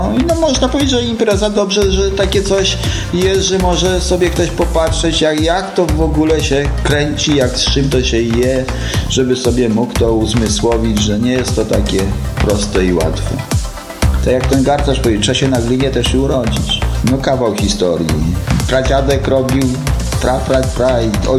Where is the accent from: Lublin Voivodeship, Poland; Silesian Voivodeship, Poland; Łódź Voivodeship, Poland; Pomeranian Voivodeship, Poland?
Lublin Voivodeship, Poland; Urzędów; był tu plener u nas w Urzędowie